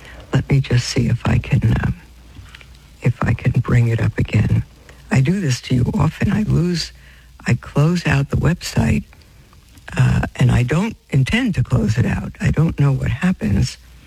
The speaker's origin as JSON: {"language": "English", "region": "New York", "country": "United States", "said": "I'm from New York and brick and concrete. And living on a growing farm."}